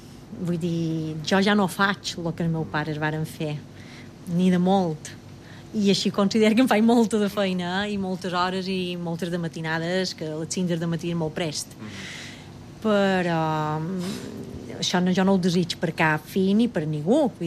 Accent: Calonge, Balearic Islands, Spain

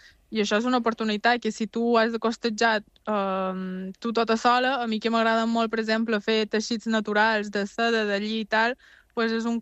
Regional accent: Mallorca, Balearic Islands, Spain; Gent del meu poble, gent de Mallorca

